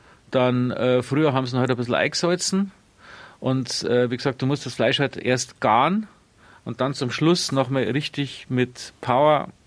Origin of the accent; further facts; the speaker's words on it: Bavaria, Germany; Bei uns in Niederbayern heißen es Löffelnudeln.